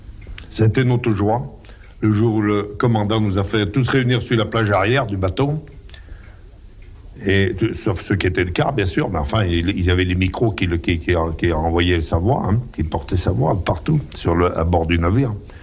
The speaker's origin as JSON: {"language": "French", "country": "France", "said": "Alors, étant donné que nous étions français, il nous avait donné la priorité"}